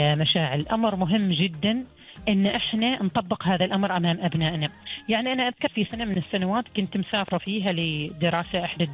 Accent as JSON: {"language": "Arabic", "country": "Oman", "said": "إحنا كمجتمع عماني"}